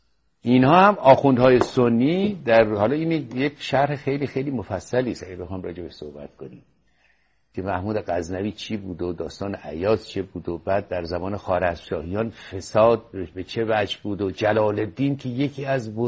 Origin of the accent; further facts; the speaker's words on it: Iran; moved away as an adult; بنده 26 ساله بودم از ایران بیرون آمدم